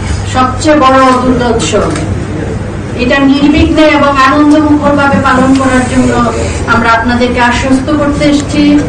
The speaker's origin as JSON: {"language": "Bangla", "country": "Bangladesh", "said": "আমরা সবাই মিলে বাংলাদেশের নাগরিক, আমরা সবাই বাংলাদেশী।"}